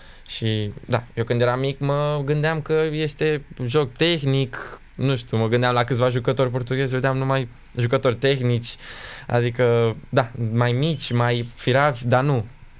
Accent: Romania; sunt și român

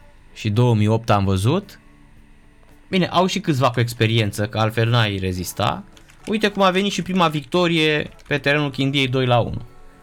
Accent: Romania

